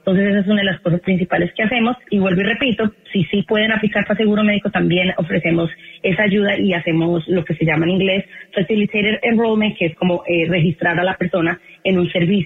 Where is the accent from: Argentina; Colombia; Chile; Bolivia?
Colombia; now in United States